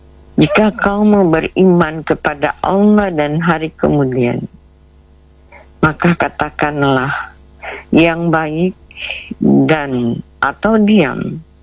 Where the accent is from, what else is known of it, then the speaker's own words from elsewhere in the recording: South Sulawesi, Indonesia; Ya, ini juga sejalan dengan falsafah hidup kita sebagai ya orang Bugis.